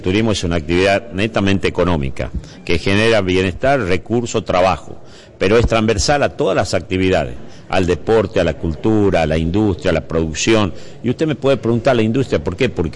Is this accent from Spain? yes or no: no; Tucumán, Argentina; nos hace sentir orgullosos como tucumanos